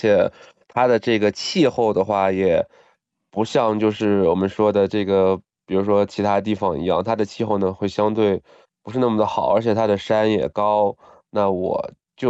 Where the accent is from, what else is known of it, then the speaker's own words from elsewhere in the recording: Kunming, Yunnan, China; 因为我是这个土生土长的这个云南昆明人